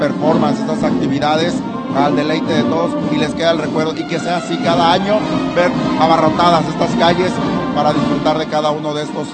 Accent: Mexico

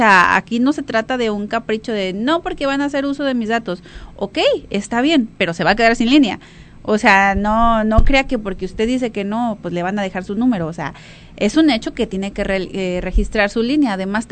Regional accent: Mexico; O sea que como buenos mexicanos va a esperar a que le suspendan la línea para poder hacer ese registro.

